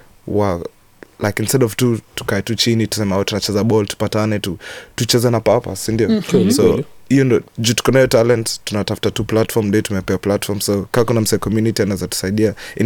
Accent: Kenya; tukiulizo wewe ni wewe umetoka wapi unasema Kenya

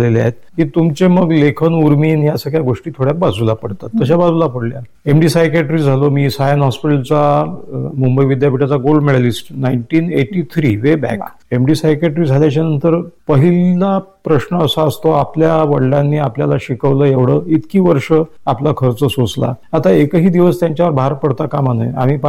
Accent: Akola, Maharashtra, India; born there; मी Holy Cross convent स्कूलमध्ये होतो अकोल्याला.

